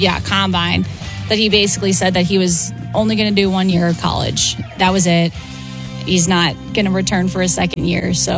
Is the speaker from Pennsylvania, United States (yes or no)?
no; Chicago, Illinois, United States; growing up in Chicago